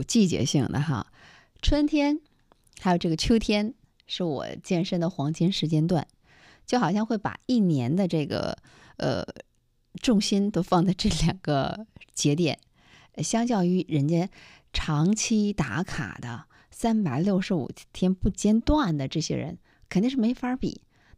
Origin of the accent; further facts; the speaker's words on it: Dalian, Liaoning, China; 那是我们大连人吃飞蟹的最好的时间。